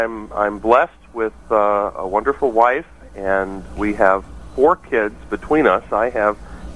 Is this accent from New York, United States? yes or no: yes; New York City, New York, United States; I was introduced to the Bible and to Jesus through a friend and neighbor that I grew up with in New York City